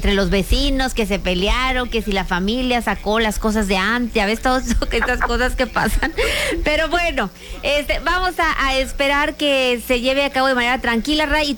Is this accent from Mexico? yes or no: yes; Mexico; ya nos pusimos aquí muy mexicanos